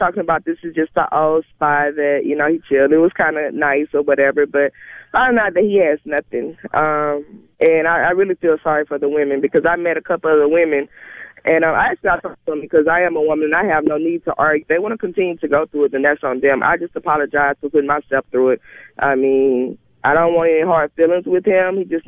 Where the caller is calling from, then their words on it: Long Beach, California, United States; I'm calling from Long Beach.